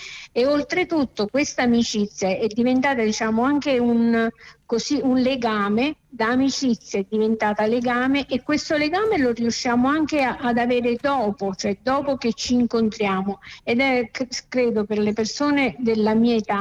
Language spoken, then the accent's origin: Italian; Pontelandolfo, Campania, Italy; Sì, io vengo da Ponte Landolfo, che è un paesino della provincia di Benevento.